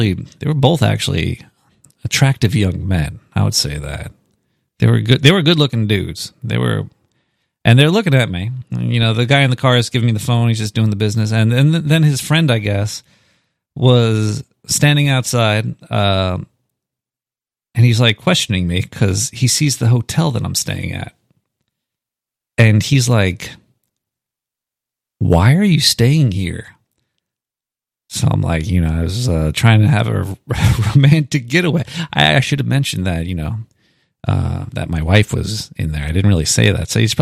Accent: New York City, New York, United States; I'm from Brooklyn.

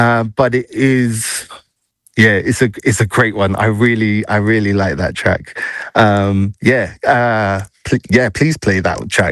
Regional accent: London, United Kingdom; where I grew up in London. So if anyone knows where Harlesden Stonebridge is in NW10, that's my area.

